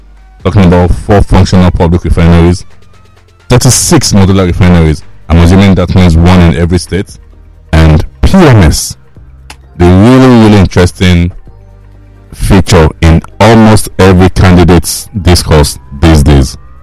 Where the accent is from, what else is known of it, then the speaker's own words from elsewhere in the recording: Nigeria; sometimes as a Nigerian